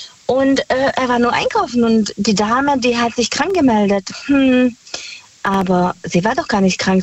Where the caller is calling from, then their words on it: Heidenheim an der Brenz, Baden-Württemberg, Germany; Aus Heidenheim an der Brenz.